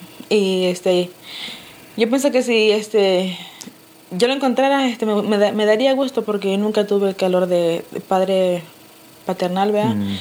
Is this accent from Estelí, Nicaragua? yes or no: yes; Estelí, Nicaragua; moved away; yo vengo de la ciudad de Estelí, Nicaragua.